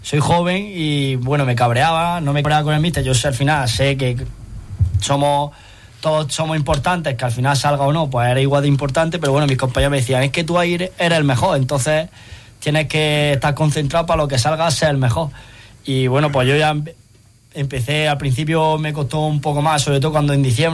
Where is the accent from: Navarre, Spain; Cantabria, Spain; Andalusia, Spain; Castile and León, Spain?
Andalusia, Spain; Jaén; yo soy un jugador de la ciudad, soy del Real Jaén, aficionado del Real Jaén desde chico